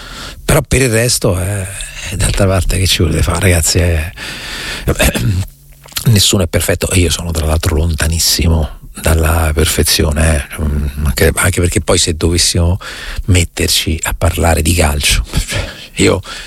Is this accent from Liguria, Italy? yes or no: no; Recanati, Marche, Italy; Guarda, non ti dico Recanati perché è il mio paese